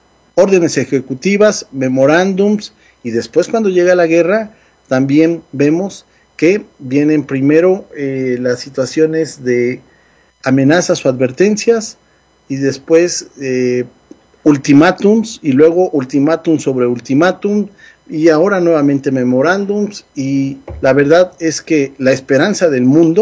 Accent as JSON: {"language": "Spanish", "country": "Mexico", "said": "yo soy mexicano"}